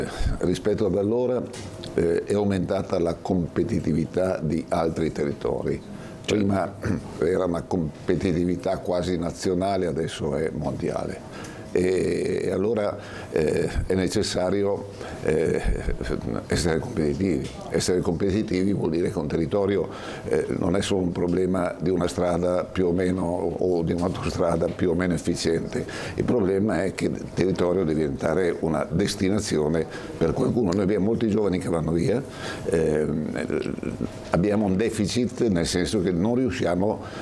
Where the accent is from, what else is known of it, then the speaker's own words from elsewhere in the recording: Piedmont, Italy; Marengo, per dire